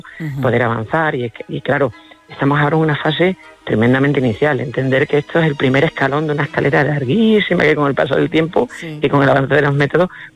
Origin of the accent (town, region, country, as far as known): Extremadura, Spain